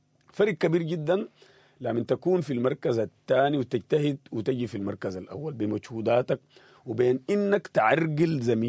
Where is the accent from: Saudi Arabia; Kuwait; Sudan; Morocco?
Sudan; إحنا كسودانيين